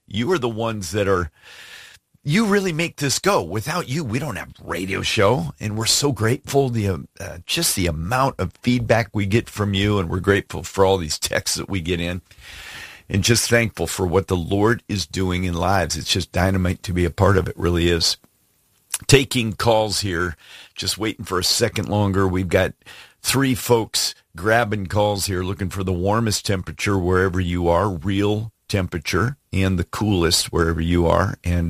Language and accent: English; Alaska, United States; Tell you, where I was raised in Alaska, 66 is called balmy.